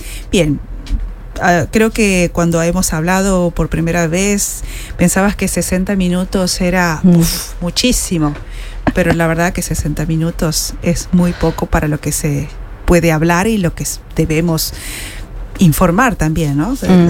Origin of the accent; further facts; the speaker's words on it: Argentina; Yo soy de Argentina, por eso levanto la mano, pero dijo yo.